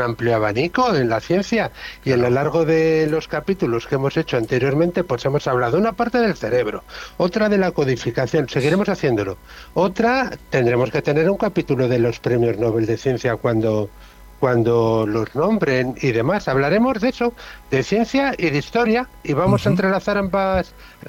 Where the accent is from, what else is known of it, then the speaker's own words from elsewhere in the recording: Spain; si lo desconocemos es, entre otras cosas, porque somos españoles y los españoles tratamos así a nuestros próceres